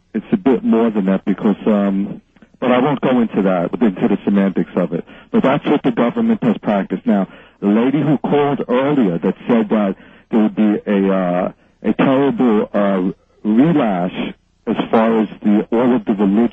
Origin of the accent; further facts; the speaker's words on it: New York, United States; Maybe I'm talking too loud. I'm like from New York. I talk too loud.